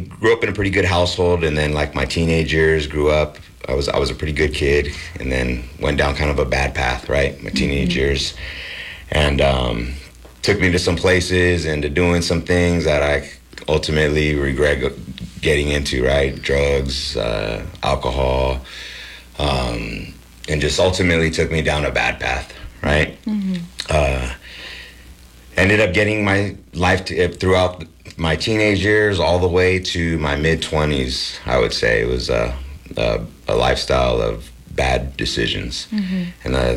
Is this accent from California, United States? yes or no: yes; Gilroy, California, United States; moved away; grew up in Gilroy. That's where I was yesterday, and back in my hometown.